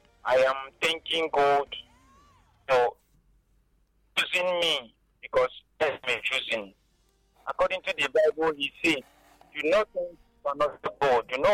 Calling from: Enugu, Enugu State, Nigeria; I'm calling you from Holy Ghost, Enugu here.

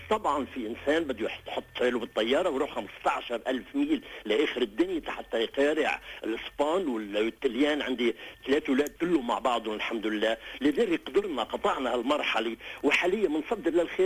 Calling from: Lebanon; خليني هيك شوف حالي كلبناني.

